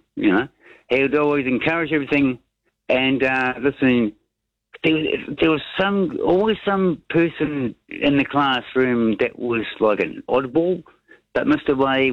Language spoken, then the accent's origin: English; Auckland, New Zealand; Now, I was born in West Auckland, raised and bred, you see.